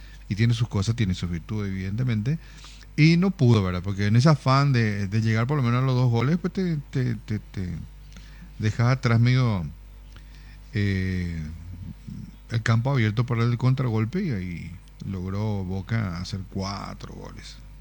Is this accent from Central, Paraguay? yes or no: yes; Luque, Central, Paraguay; Yo soy de Luque, pero como es el mismo color